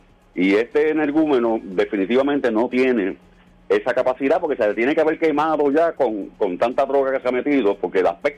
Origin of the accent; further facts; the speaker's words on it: Fajardo, Puerto Rico; todos los que nacimos en Fajardo, nos criamos en Fajardo